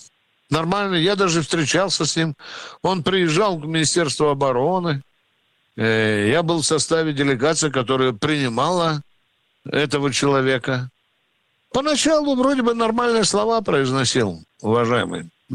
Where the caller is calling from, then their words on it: Stavropol, Stavropol Krai, Russia; из Ставрополя.